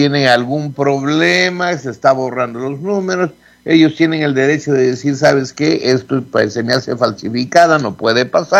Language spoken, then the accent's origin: Spanish; United States; Spanish is a second language; Pero antes era un orgullo decir: pucha, soy americano. Llegaba al Ecuador y me insultaban, y yo decía: pues sí, con mi país no te metas